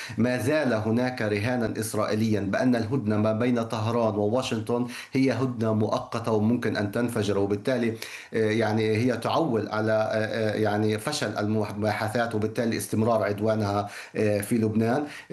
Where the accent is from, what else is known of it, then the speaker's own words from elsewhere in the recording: Palestine; now in Jerusalem; كفلسطينيين